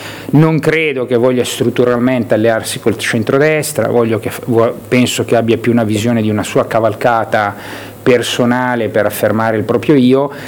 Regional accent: Liguria, Italy; noi come liguri ne siamo assolutamente orgogliosi.

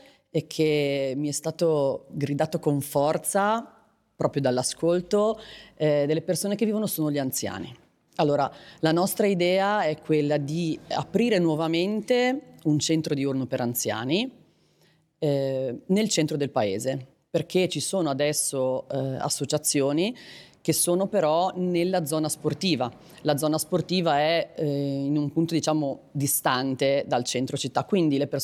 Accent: Ronco Scrivia, Liguria, Italy; also born or lived in Genoa / Milan; sono nata a Genova, ho vissuto quasi la mia intera vita a Roncoscrivia, tranne un periodo di circa 15 anni in cui ho lavorato sia a Milano che all'estero.

